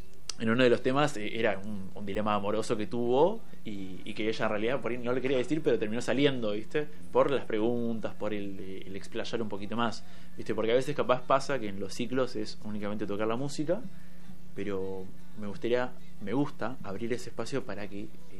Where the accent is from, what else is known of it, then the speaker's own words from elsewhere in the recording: Río Gallegos, Santa Cruz, Argentina; born there; also born or lived in San Luis, Argentina; now in La Plata, Argentina; yo soy de Santa Cruz, nacido en Río Gallegos. Después pasé un tiempo en San Luis, lo que me hace estar medio dividido en mis raíces, ¿no? Después de San Luis me vine para acá a estudiar, sí, vine a estudiar música.